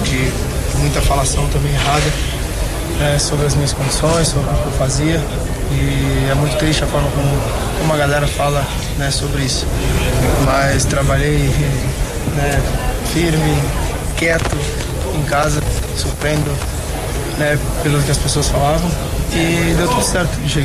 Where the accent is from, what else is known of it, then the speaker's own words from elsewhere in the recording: Brazil; Cara, eu sou brasileiro como você também é, né?